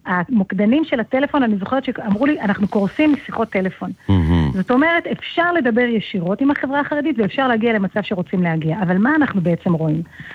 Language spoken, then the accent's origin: Hebrew; Jerusalem, Jerusalem District, Israel; אני בת 44, יש לי 4 ילדים, 3 בנים ובת. נולדתי וגדלתי בירושלים.